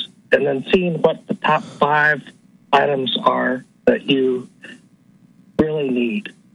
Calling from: Michigan, United States; from Michigan.

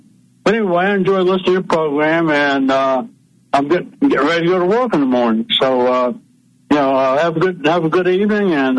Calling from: Memphis, Tennessee, United States; in Memphis, Tennessee.

